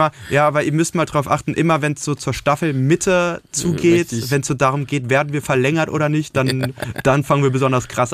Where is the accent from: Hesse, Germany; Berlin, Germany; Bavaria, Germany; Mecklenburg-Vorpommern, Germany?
Berlin, Germany; ich komme aus Berlin. Ich wohne seit 25 Jahren in Berlin.